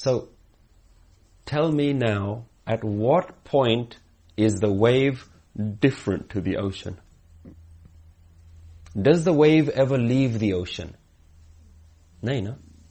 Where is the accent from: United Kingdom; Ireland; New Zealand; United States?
United Kingdom; London; I come from London, so it takes a very long time for me to just see the coast.